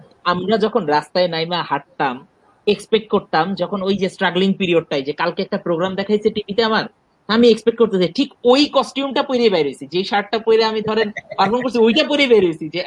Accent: Dhaka, Dhaka Division, Bangladesh; also born or lived in Lakshmipur; আমি আসলে ঢাকাতেই বড় হয়েছি, এবং আমার আমার জীবন যাপন, আমার চিন্তা ভাবনা, আমার কথাবার্তা, আমার জোক, আমার লেখালেখি সব জায়গায় আসলে ঢাকাটাই বেশি। আমি ঢাকার এই যানজট, যান্ত্রিকতা এগুলোর মধ্যেই বড় হয়েছি

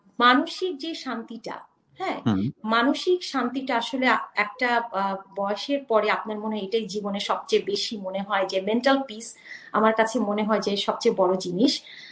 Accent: Bangladesh; এক হচ্ছে যে আমরা বাংলাদেশি, হ্যাঁ, so we came from like you know একটা ভ্যালুস থেকে, হ্যাঁ, একটা কালচার থেকে। তুমি যদি আমাকে বলো অ্যাজ এ বাংলাদেশি হিসেবে

